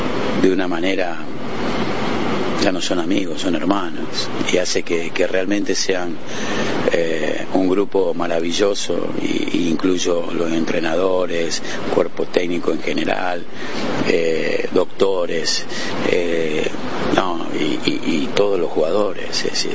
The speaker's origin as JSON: {"language": "Spanish", "country": "Argentina", "said": "soy argentino"}